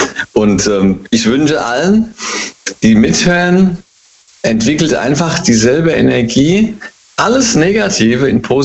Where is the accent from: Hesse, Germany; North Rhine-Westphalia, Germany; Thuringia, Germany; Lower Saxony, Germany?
Hesse, Germany; Hey, aus dem Rheingau immer noch.